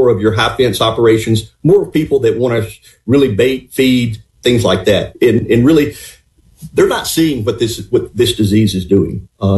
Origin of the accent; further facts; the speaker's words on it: Greenville, Mississippi, United States; Look, I grew up, I was born and raised in Greenville and loved to fish on Ferguson and Washington and Whiskey Chute in Arkansas.